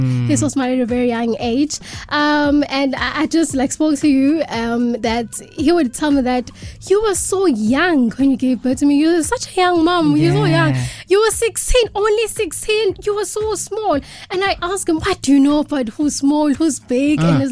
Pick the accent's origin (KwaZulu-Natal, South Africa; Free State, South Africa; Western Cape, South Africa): KwaZulu-Natal, South Africa; Okay, as introduced … I was born and bred in Gradville at Gwaduza. It's a village.